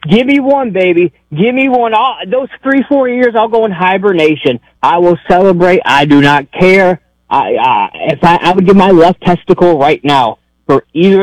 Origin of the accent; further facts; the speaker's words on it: New York, United States; also born or lived in Alabama, United States; I was born in Alabama, grew up in Western New York. Mother's from there, father's from down here, right?